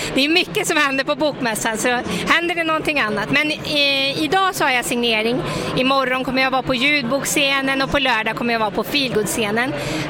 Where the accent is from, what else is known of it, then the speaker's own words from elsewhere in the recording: Åmål, Västra Götaland County, Sweden; born there; jag är ju född i Åmål och vi har stuga i Långedstrakten.